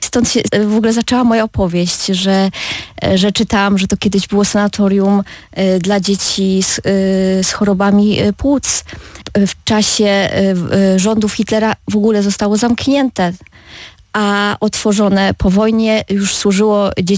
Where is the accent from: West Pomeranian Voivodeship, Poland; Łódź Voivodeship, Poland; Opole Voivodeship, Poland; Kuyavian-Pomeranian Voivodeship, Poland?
Opole Voivodeship, Poland; a że ja jestem z Opolszczyzny i chciałam pisać o tym, co najbardziej jest mi bliskie i co znam